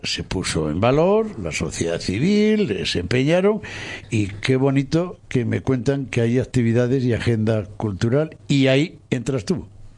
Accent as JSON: {"language": "Spanish", "town": "Villavega de Ojeda", "region": "Castile and León", "country": "Spain", "said": "el río de mi pueblo en La Ojeda, que es Villavega, donde era mi abuelo Pelayo y mi tío Eloy el Barbas."}